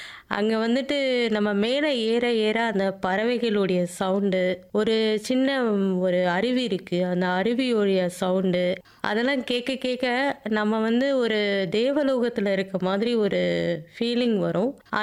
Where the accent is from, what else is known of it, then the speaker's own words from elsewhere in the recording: Periyakulam, Tamil Nadu, India; தேனி மாவட்டம் பெரியகுளம் தான் என்னுடைய சொந்த ஊர்.